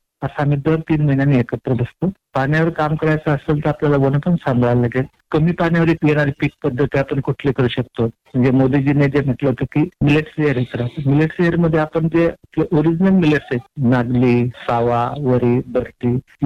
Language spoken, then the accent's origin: Marathi; Baripada, Maharashtra, India